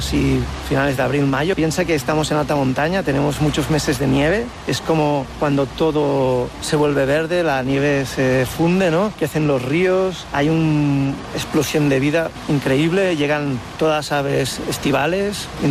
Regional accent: Barcelona, Catalonia, Spain; born there; moved away as an adult; now in Tornafort, Spain; Soy nacido en Barcelona, pero ya desde hace unos 15 años que vivo aquí en el Pallars Sobirá, en un pueblecito muy pequeño del Pirineo de Lleida, que se llama Tornafort.

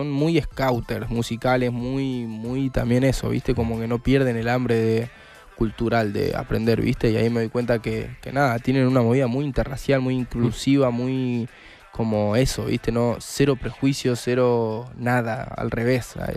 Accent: Argentina; Justamente eso digo que también es un prejuicio, ¿viste? Como argentino decir todos los ingleses por lo que nos pasó a nosotros.

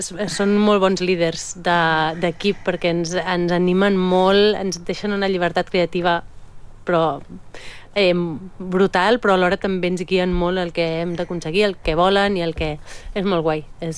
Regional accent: Tona, Catalonia, Spain; also born or lived in Manlleu; jo sóc de Manlleu, de Tona

